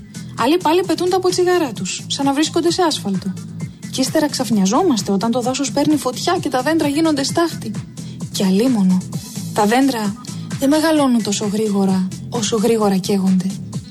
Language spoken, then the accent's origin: Greek; Greece